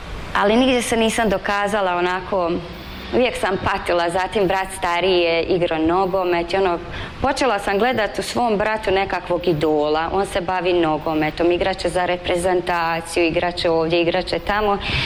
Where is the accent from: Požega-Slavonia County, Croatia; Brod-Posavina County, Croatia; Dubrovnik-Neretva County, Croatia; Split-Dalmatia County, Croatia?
Brod-Posavina County, Croatia; Slavonski Brod; born there; also born or lived in Slobodnica; kod nas u Slavonskom Brodu